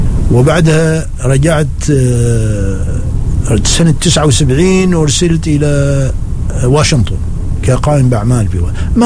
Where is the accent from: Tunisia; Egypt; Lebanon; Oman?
Oman; Tanuf, Ad Dakhiliyah; تنوف أول شيء هي مسقط رأسي يعني، وبداية حياتي أول ما ابتديت كانت تنوف